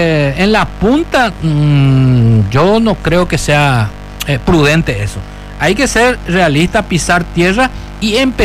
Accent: Paraguay; nosotros acá en Paraguay

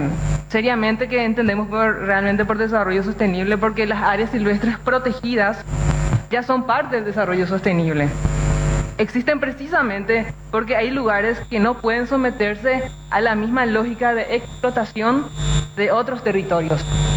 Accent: Paraguay

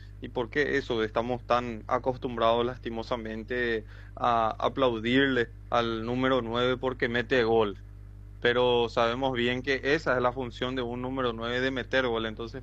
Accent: Ciudad del Este, Alto Paraná, Paraguay; nosotros como esteños

